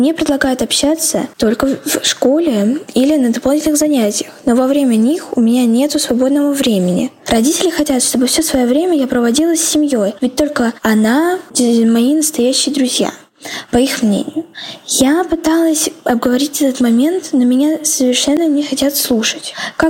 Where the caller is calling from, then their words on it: Moscow, Russia; мне 14, я из Москвы.